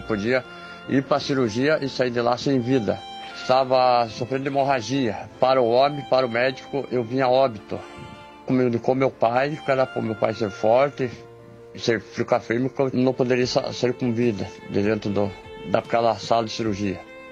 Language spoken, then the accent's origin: Portuguese; Timbó Grande, Santa Catarina, Brazil; sou da cidade de Timbal Grande, Santa Catarina, congrego na Igreja Pentecostal Deus é Amor.